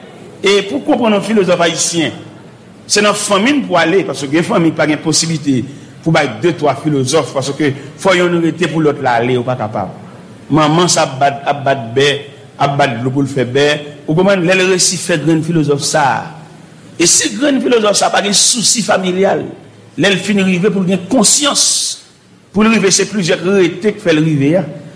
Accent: Haiti; Nous venons encourager vous-même en tant qu'haïtien chrétien. Parce que nous-mêmes, haïtien chrétien

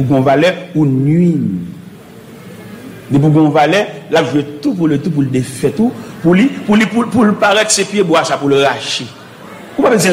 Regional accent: Haiti; Nous venons encourager vous-même en tant qu'haïtien chrétien. Parce que nous-mêmes, haïtien chrétien

